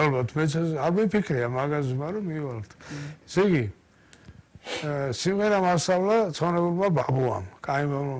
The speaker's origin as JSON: {"language": "Georgian", "region": "Tbilisi", "country": "Georgia", "tie": "born or raised there", "said": "დავიბადე გასული საუკუნის 50-იან წლებში როგორია ხო და საბურთალოზე მაშინ პატარა სახლები ედგა"}